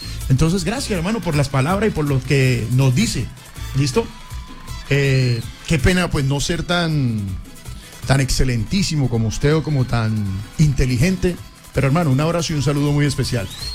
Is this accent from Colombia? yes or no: yes; Colombia; nosotros como colombianos, como habitantes de este país